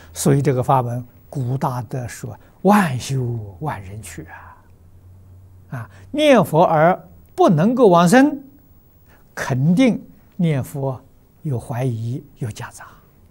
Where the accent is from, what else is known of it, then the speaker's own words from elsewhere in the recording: China; also born or lived in Fujian; 我小时候我住家乡，我们榆江县没有自来水。抗战期间我住在福建，我住在延平，没有自来水，建瓯也没有自来水。